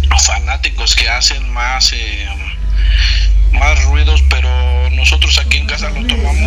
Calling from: Mexico

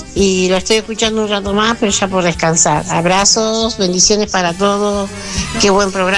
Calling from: Santiago del Estero, Argentina; de Celo, Santiago del Estero, la emperatriz.

